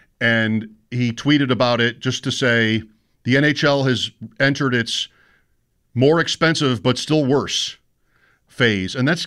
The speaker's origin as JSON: {"language": "English", "town": "Grand Island", "region": "New York", "country": "United States", "also_born_or_lived": "Rochester", "said": "Patrick might have thought that I am from Rochester. I was there 11 years, but I'm not. I'm from where I live now on Grand Island."}